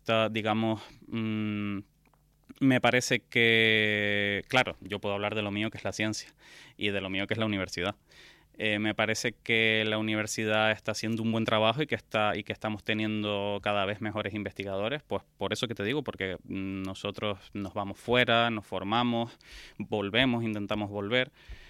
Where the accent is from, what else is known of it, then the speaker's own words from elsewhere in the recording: Canary Islands, Spain; moved away as an adult; also born or lived in Austria; yo soy estudiante de la Universidad de La Laguna. Estudié mi tesis doctoral aquí y luego, pues como muchos canarios, tuve que salir fuera. En mi caso salí a Austria.